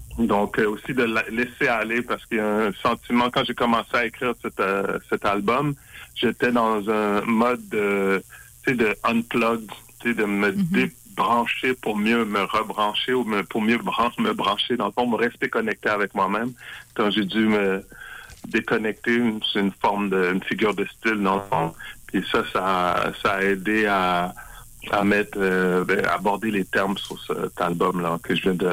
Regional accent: Montreal, Quebec, Canada; born there; j'ai grandi dans une famille haïtienne. Je suis né à Montréal de parents d'origine haïtienne.

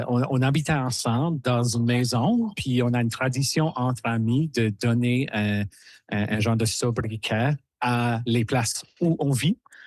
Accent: Canada; Nous, les deux de nous autres, on est des Acadiens. Une autre personne qui habite avec nous, qui est ma conjointe, elle aussi est Acadienne.

